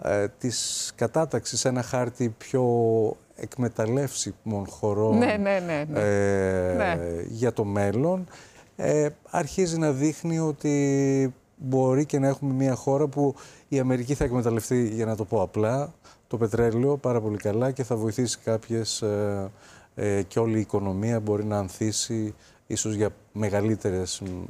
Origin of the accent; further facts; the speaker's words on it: Agrinio, Western Greece, Greece; moved away as an adult; also born or lived in Venezuela; Εκεί λοιπόν γεννήθηκα κι εγώ. Οι γονείς μου, όταν ήμουν πολύ μικρός, γυρίσαμε στην Ελλάδα, μεγάλωσα στο Αγρίνιο